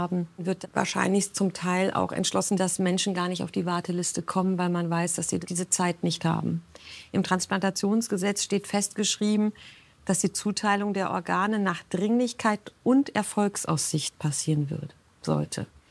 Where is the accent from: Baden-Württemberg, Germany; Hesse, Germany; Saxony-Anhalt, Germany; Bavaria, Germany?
Hesse, Germany; Bad Wildungen; born there; Selbst innerhalb von Hessen, wenn am Edersee in Bad Wildungen, wo ich geboren bin, eine Spende ist